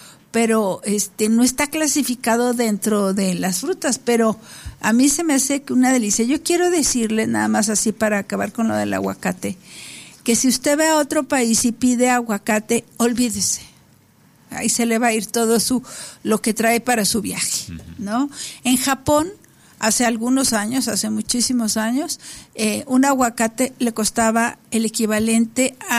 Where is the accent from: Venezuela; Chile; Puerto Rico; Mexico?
Mexico; soy mexicano